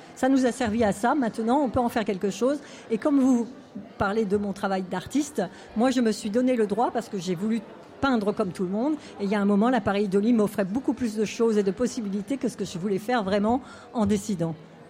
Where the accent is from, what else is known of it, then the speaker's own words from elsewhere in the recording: Hauts-de-France, France; born there; now in Saint-Étienne, France; je suis née en Picardie et effectivement quand je suis arrivée à Saint-Etienne, j'ai dit ça y est, waouh, j'ai trouvé ma ville.